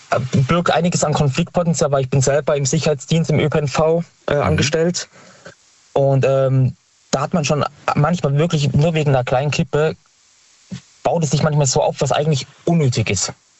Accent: Stuttgart, Baden-Württemberg, Germany; Okay, bei uns in Stuttgart an den Haltestellen ist ja eh, wer mit der S-Bahn fährt und so weiter

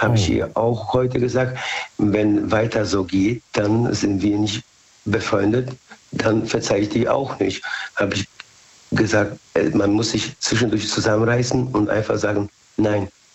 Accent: Bad Godesberg, North Rhine-Westphalia, Germany; Aus Bad Godesberg. Haben wir schon gesprochen.

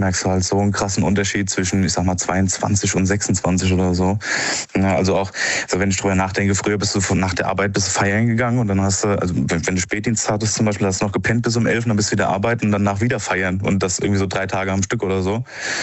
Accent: Rhineland-Palatinate, Germany; Zu Rheinland-Pfalz und ich komme eigentlich aus Rheinland-Pfalz.

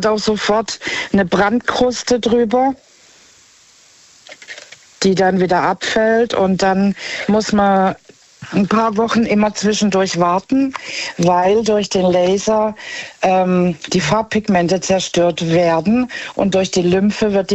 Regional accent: Heilbronn, Baden-Württemberg, Germany; Ja, aus Heilbronn.

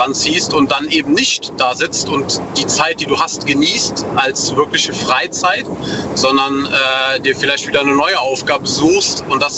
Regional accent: North Rhine-Westphalia, Germany; Aus der Eifel, NRW.

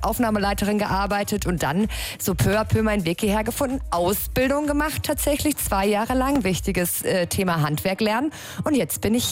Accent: Freiburg, Baden-Württemberg, Germany; in Freiburg, wo ich aufgewachsen bin

